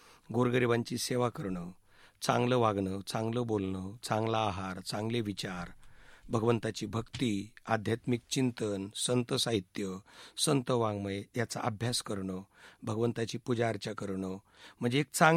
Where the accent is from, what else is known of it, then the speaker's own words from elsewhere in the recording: Dahigaon, Maharashtra, India; आमच्या दहिगावमध्ये